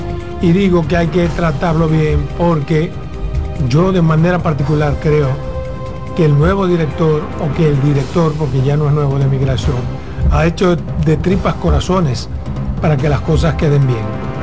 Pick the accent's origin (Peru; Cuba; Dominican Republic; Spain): Dominican Republic; Pedernales; Yo, que soy de Pedernales, que soy de la frontera